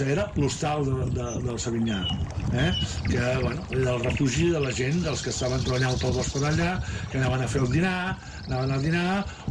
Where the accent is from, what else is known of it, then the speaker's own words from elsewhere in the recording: Catalonia, Spain; sí que ens localitza d'on som, del Maresme, amb el mar sempre present. I nosaltres som la muntanya del mar de la Maresme.